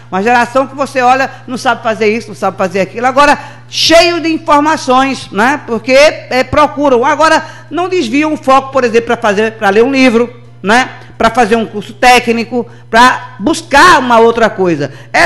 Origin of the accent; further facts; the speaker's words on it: Brazil; a gente, como brasileiro